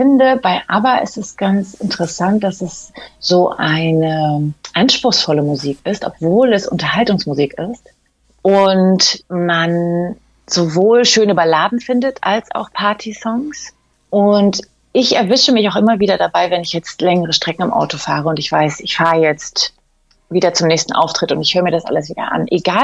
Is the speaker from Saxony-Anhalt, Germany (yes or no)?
yes; Barby, Saxony-Anhalt, Germany; moved away; Ich komme nämlich ursprünglich aus Sachsen-Anhalt, aus Barbie.